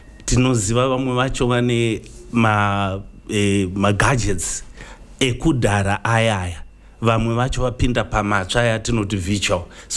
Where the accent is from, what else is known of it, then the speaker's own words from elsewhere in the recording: Masvingo, Zimbabwe; I'm excited to be here today to join the team in Zishawane. I'm basically from Masingo.